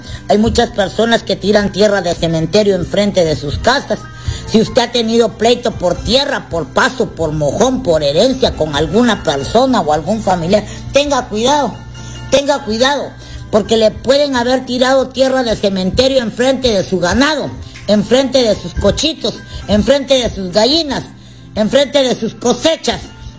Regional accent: Catemaco, Veracruz, Mexico; Yo no soy de Guatemala, yo soy de Catemaco, Veracruz, México, tierra de brujos

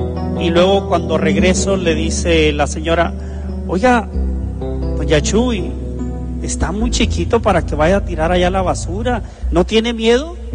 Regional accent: Tijuana, Baja California, Mexico; yo de niño allá en Tijuana

